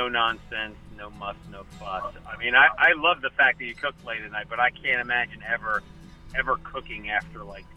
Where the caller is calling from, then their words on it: San Luis Obispo, California, United States; I'm calling from San Luis Obispo, California.